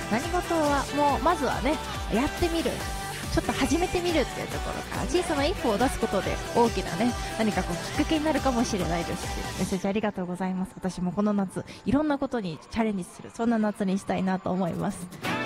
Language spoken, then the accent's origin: Japanese; Oita, Japan; 私もあの小さい頃あの地元の大分と、まあ、関西大阪とか神戸をつなぐあのフェリーサンフラワーっていうのが出ていて